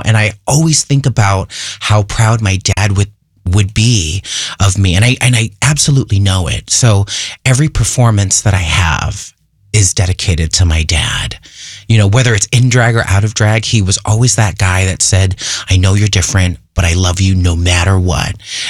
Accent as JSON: {"language": "English", "town": "Fresno", "region": "California", "country": "United States", "tie": "born or raised there", "said": "Well, I did do some growing up in Fresno, California, and that was my first taste of theater."}